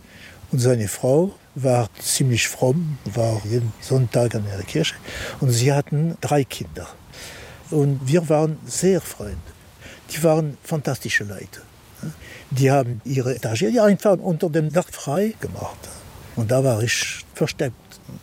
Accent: Luxembourg; Wir sind Luxemburger mit jüdischer Religion.

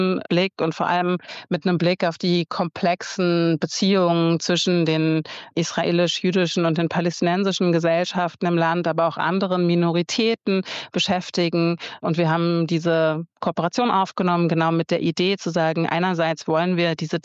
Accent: Berlin, Germany; Einen Film, den ich als Berlinerin sehr geliebt habe

